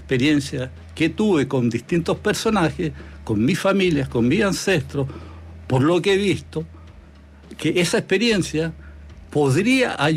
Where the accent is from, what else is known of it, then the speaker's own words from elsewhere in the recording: Chile; yo digo que soy chileno, hoy día más chileno que ruso